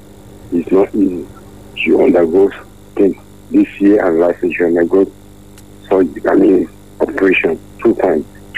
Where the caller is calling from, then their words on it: London, United Kingdom; calling from London.